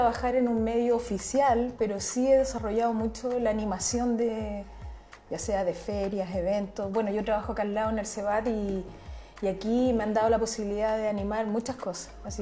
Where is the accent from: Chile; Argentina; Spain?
Chile; Santiago, Santiago Metropolitan Region; moved away as an adult; now in Tomé, Chile; Yo soy de Santiago, ya nací el 3 de agosto del 72 y en 1995 nos vinimos con toda mi familia acá a Tomé.